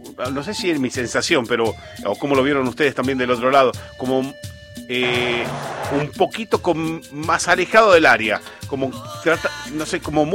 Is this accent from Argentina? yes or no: yes; Argentina; Si somos todos argentinos.